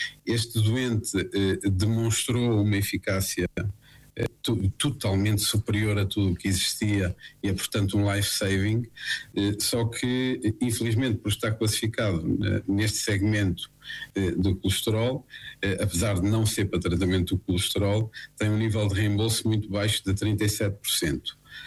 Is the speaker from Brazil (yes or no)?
no; Portugal; eu como português